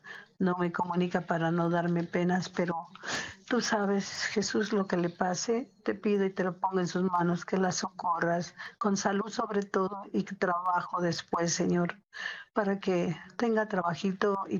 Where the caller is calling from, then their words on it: Michoacán, Mexico; acá en Michoacán. Le llamo desde Michoacán.